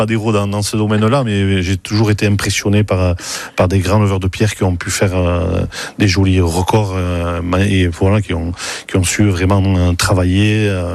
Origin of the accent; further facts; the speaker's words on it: Hendaye, Nouvelle-Aquitaine, France; je suis natif d'Hendaye, j'ai 51 ans